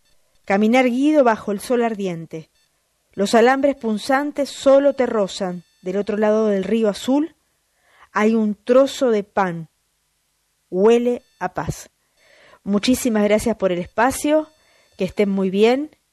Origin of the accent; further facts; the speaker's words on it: San Martín, Buenos Aires Province, Argentina; soy de San Martín, provincia de Buenos Aires.